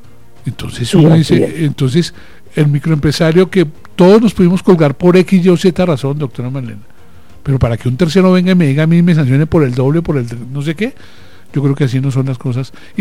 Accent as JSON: {"language": "Spanish", "country": "Colombia", "said": "vamos para adelante, que somos colombianos, tenemos resiliencia, sabemos luchar, sabemos trabajar."}